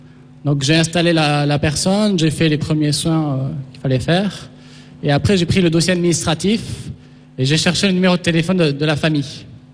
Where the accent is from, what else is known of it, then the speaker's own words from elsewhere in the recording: Bordeaux, Nouvelle-Aquitaine, France; je suis de Bordeaux, je suis infirmier en réanimation.